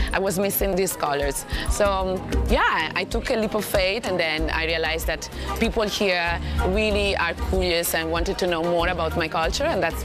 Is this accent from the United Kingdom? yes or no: no; Italy; now in Singapore; I was born and raised in Italy from a Nigerian family that moved in Italy in the early 80s. And now I'm here in Singapore since, oh my God, going to be 12 years soon.